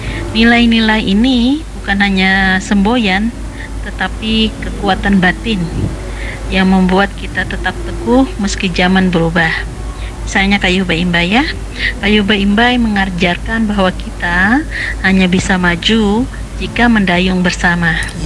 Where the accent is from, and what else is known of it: Banjarmasin, South Kalimantan, Indonesia; now in Budapest, Hungary